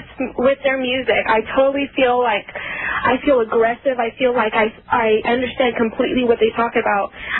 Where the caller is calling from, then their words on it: California, United States; I'm calling from Woodyard, California.